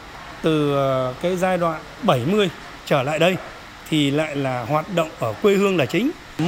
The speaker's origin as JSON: {"language": "Vietnamese", "region": "Vĩnh Phúc", "country": "Vietnam", "tie": "born there"}